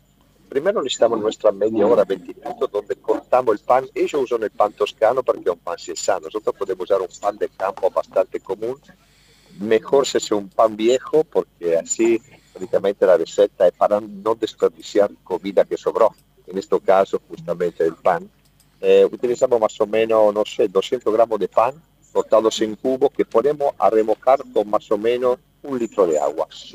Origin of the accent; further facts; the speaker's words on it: Cremona, Lombardy, Italy; Spanish is a second language; me voy a Bari, me voy a visitar un poco la Puglia antes de ir a mi pueblo, a Cremona, justamente.